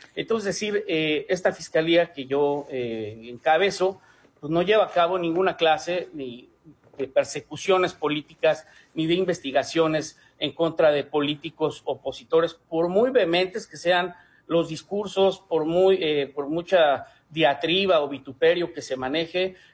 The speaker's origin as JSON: {"language": "Spanish", "country": "Mexico", "said": "Estimada Carmen, puedo decirte que como mexicano ya puedo morir a gusto al haber sido entrevistado por ti."}